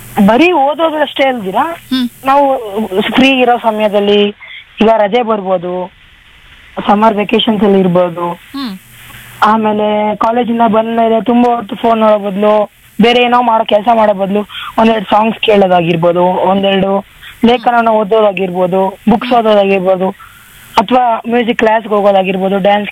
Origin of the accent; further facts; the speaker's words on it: Shivamogga, Karnataka, India; now in Bengaluru, India; ನಮ್ಮ ಊರು ಬಂದು ಶಿವಮೊಗ್ಗ.